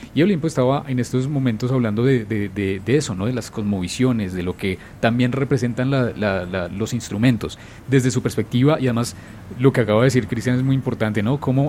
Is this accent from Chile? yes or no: no; Colombia